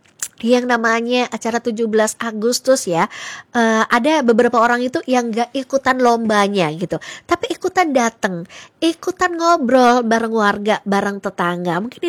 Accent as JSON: {"language": "Indonesian", "town": "Surabaya", "region": "East Java", "country": "Indonesia", "tie": "born or raised there", "said": "aku tuh pernah ikutan lomba joget di kampung aku di Surabaya."}